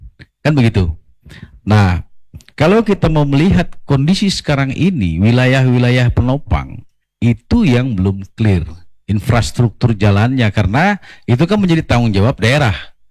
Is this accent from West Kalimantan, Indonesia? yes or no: yes; West Kalimantan, Indonesia; asli saya ini orang Sajingan.